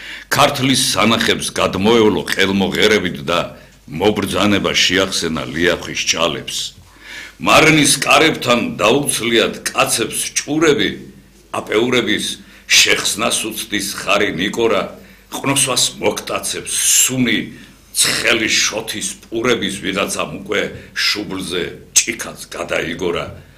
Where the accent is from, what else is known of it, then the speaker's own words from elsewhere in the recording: Gori, Shida Kartli, Georgia; რამდენადაც გორიდან ვარ და გორი მეამაყება, რომ ერთ-ერთი ულამაზესი კუთხეა და ქართლული თავისი კოლორიტით